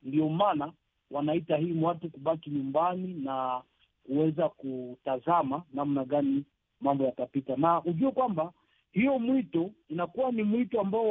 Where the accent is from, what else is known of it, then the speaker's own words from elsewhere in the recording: DR Congo; Kwangu mimi kama mkongomani